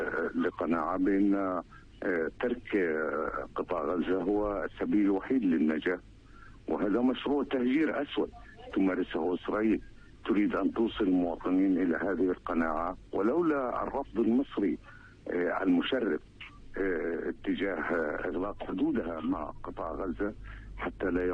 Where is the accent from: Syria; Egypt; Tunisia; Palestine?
Palestine; كفلسطينيين